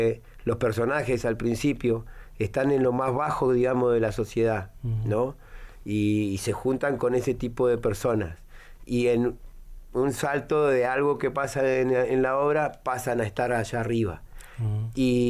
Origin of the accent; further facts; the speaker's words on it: Río Gallegos, Santa Cruz, Argentina; De acá, de Río Gallegos. Nací.